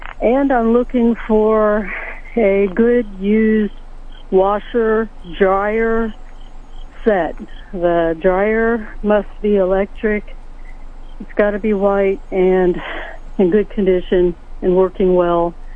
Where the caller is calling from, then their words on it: Sedalia, Missouri, United States; Oh, I'm calling from Sedalia, Missouri.